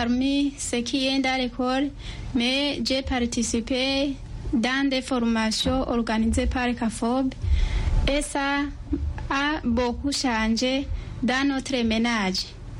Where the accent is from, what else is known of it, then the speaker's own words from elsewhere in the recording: Burundi; on disait chez nous au Burundi